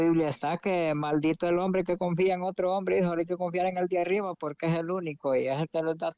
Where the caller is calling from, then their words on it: Juticalpa, Olancho, Honduras; aquí le llamo en Juticalpa, pues ya sabe dónde soy yo.